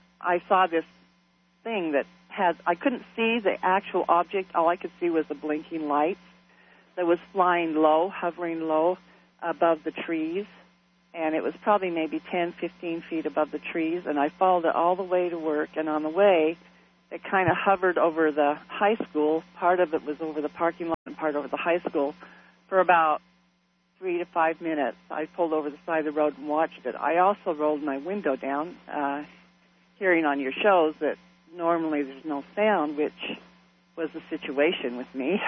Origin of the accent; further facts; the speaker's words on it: Roy, Utah, United States; I am from Roy, Utah.